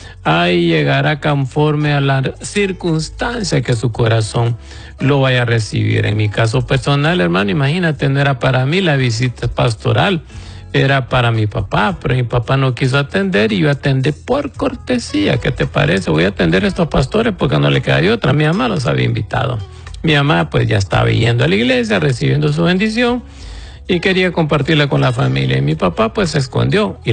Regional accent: Honduras; como decimos en Honduras

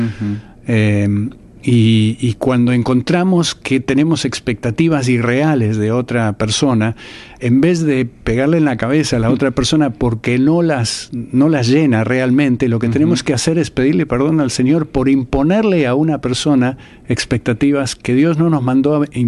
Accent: Argentina; yo soy de Argentina

